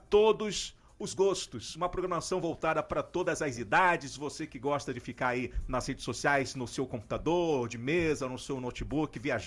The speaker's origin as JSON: {"language": "Portuguese", "town": "Santarém", "region": "Pará", "country": "Brazil", "tie": "born or raised there", "moved": "as an adult", "said": "Eu sou de Santarém do Pará, sou mocorongo, nasci lá em Santarém na década de 90, mais precisamente em 1994"}